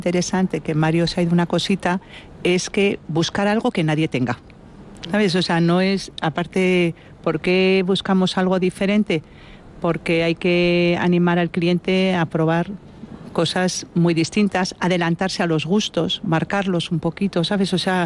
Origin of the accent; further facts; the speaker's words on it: Vitoria-Gasteiz, Basque Country, Spain; yo soy de Vitoria, de una familia totalmente de estar en la calle, poteando y bueno, y disfrutando de vinos.